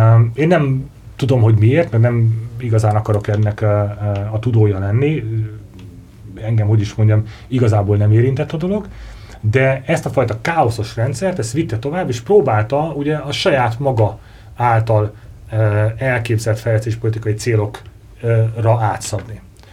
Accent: Hungary; mi magyarok vagyunk

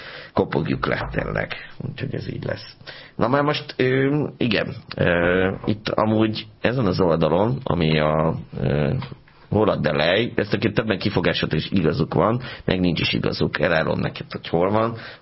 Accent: Pécs, Baranya, Hungary

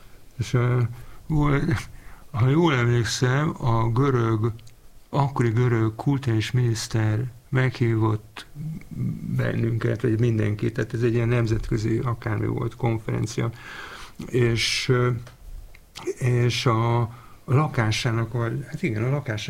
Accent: Hungary; moved away; ami azért volt érdekes, hogy én Magyarországról jöttem, ahol ez ismeretlen volt

